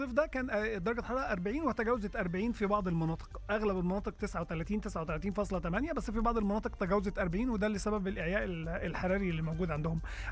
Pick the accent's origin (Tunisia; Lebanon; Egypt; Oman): Egypt; عندنا في مصر